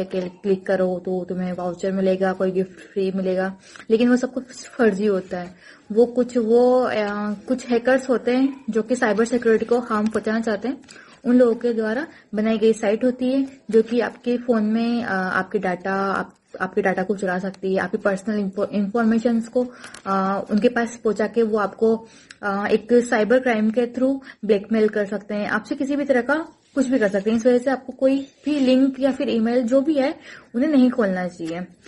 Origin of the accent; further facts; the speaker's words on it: Bhawargarh, Rajasthan, India; मैं भवरगढ़ 12 राजस्थान से हूँ।